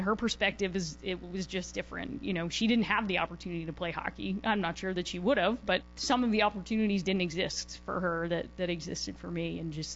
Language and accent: English; Wayland, Massachusetts, United States; also born or lived in West Roxbury / Milton; I grew up in Wayland, just outside the city